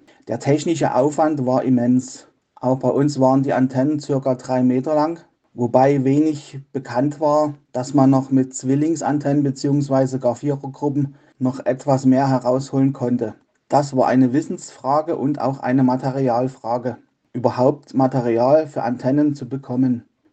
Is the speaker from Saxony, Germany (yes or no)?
yes; Meissen, Saxony, Germany; Ja, speziell in meiner Heimatstadt Meißen war die Empfangssituation für das Westfernsehen gelinde gesagt schwierig.